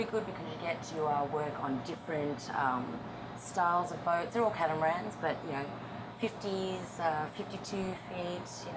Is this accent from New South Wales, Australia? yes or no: yes; Sydney, New South Wales, Australia; Australia. So yes. I'm from Sydney.